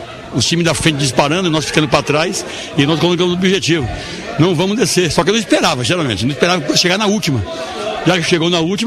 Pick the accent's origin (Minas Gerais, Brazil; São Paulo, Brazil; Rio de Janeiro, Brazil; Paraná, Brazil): São Paulo, Brazil; que eu sou de São Paulo, estou muito tempo em São Paulo militando lá.